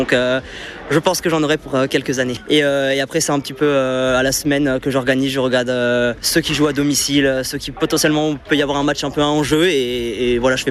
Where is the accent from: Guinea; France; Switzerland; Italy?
France; Grand Est; je viens d'Alsace